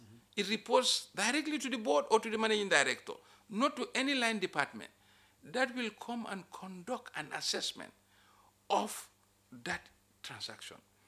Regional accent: Lower River, Gambia; I'm from Jara.

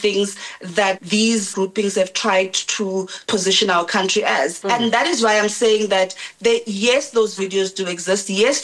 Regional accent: South Africa

